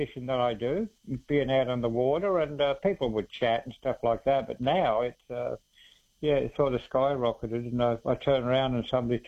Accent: New South Wales, Australia; born or raised there

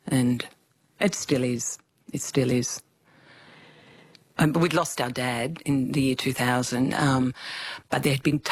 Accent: Adelaide, South Australia, Australia; in November 2023 I was back in Adelaide again for something really beautiful, actually, in my hometown.

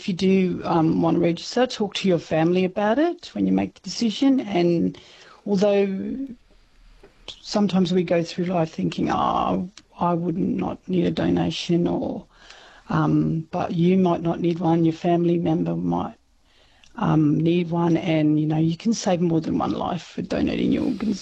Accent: Elliott, Northern Territory, Australia; also born or lived in Alice Springs; Well, I was born in Alice, but I'm actually a Jinglee Warramungu woman. I'm from Elliot, a town called Elliot, near Tennant Creek. But as a child, I grew up on Bidley Station, which my family once owned. It was a cattle station.

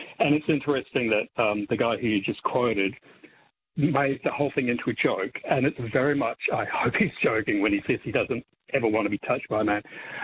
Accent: Ireland; Oh God, my family are chronic huggers, which is weird because we're Irish.

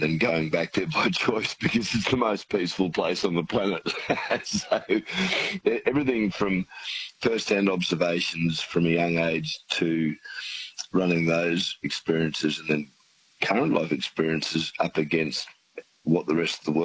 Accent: Stanthorpe, Queensland, Australia; born there; I was born in the Stanthorpe Hospital in 1964, and that was a privilege because it was a small regional hospital, and I still live on the family property, 38 k's southwest of Stanthorpe off the Granite Belt

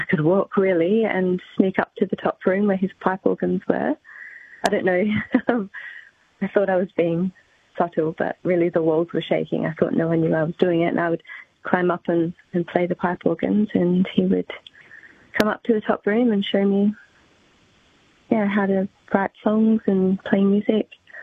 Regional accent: Broken Hill, New South Wales, Australia; now in Adelaide, Australia; I absolutely love Broken Hill. I loved growing up there.

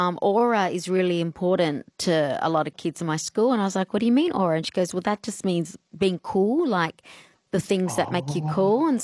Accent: South Australia, Australia; Well, see, I'm from South Australia, and I remember back in the day you could do wine tasting in this at the cellar door for free

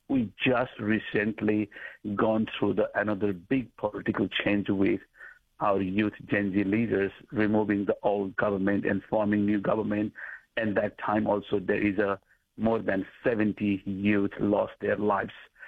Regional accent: Rasuwa District, Bagmati, Nepal; moved away; my hometown, Razua District, which shares the border with Tibet

